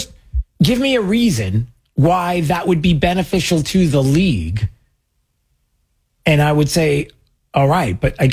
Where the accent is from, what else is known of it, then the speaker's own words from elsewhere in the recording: New York, United States; I grew up in New York and, you know, living in Brooklyn and Long Island.